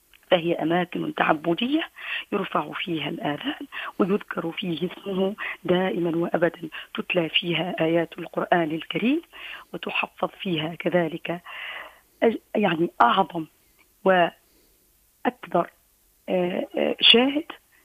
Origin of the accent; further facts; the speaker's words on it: Tunisia; احفظ بلادنا تونس